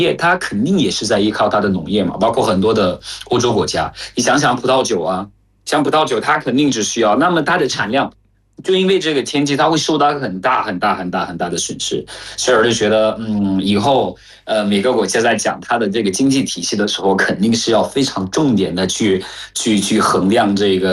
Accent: Cameroon

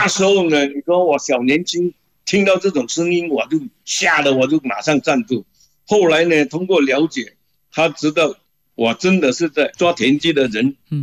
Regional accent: Shantou, Guangdong, China; 我们汕头人呢有个炒海瓜子，我们叫薄壳

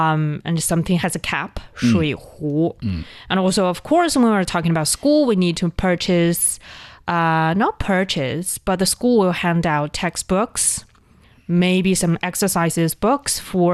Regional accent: northern China, China; accent: northern Mandarin; Sorry, that's my northern accent.

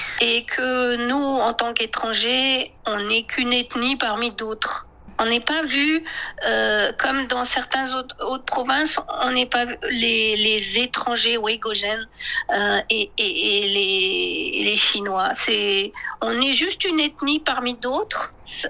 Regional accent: France

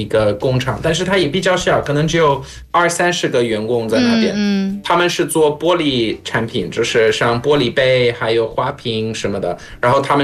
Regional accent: South Africa; 但是我们在南非最大的行业之一就是挖矿，就是黄金还有钻石什么的。所以我们小时候也有，我记得我们学校安排了带我们几个学生去看

